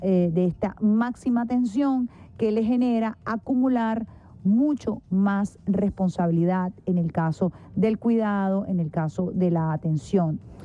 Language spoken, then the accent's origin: Spanish; Venezuela; nosotros en Venezuela tenemos una presidenta mujer